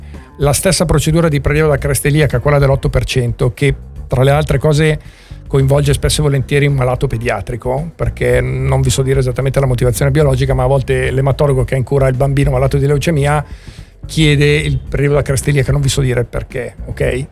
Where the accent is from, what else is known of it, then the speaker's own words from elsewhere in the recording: Genoa, Liguria, Italy; io volevo dargli un nome ed essendo genovese l'ho chiamato Pesto